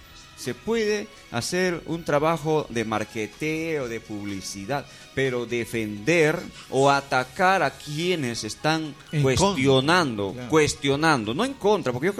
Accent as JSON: {"language": "Spanish", "town": "Pólvora", "region": "San Martín", "country": "Peru", "also_born_or_lived": "Tocache", "said": "donde yo voto en Pólvora, soy de Pólvora y de Tocache"}